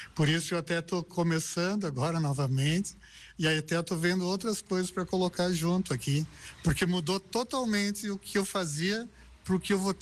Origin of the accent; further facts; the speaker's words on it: Arvorezinha, Rio Grande do Sul, Brazil; moved away as an adult; 40 anos aqui que eu vim de Arvorezinha, sou natural de Arvorezinha. Nós tínhamos oficina em Arvorezinha